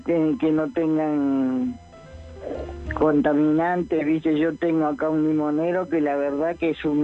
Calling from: Merlo, Buenos Aires Province, Argentina; de Merlo.

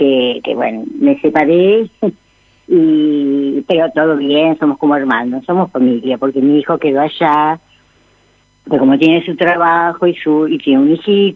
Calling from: Mar del Plata, Buenos Aires Province, Argentina; de Mar del Plata

